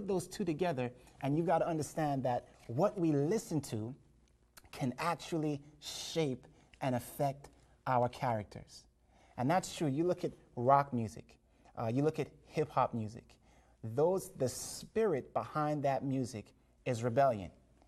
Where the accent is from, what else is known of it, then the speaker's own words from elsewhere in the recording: Jamaica; you know, I was born in Jamaica. And reggae music is a really big, you know, that's the music of Jamaica. And I remember growing up as a child, not a Christian, just, you know, worldly person.